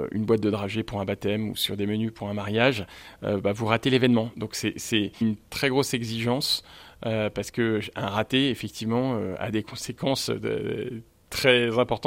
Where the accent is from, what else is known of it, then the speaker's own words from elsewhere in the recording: France; On est sur une PME, ça veut dire qu'effectivement, on est français.